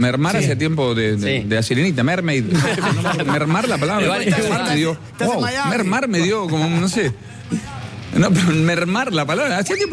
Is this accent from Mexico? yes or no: no; Bolívar, Buenos Aires Province, Argentina; born there; now in Buenos Aires, Argentina; Yo soy de Bolívar nacido.